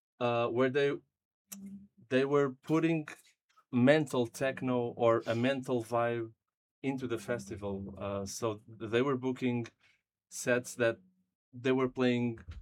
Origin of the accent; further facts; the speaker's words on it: Torres Vedras, Lisbon, Portugal; now in Lisbon, Portugal; And then I'm from a little town, 40 kilometers from here. So I'm half a man of the north and half a Lisbon guy.